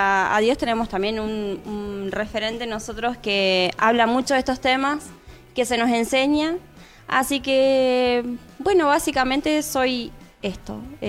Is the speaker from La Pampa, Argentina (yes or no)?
yes; La Pampa, Argentina; Del país de acá de La Pampa.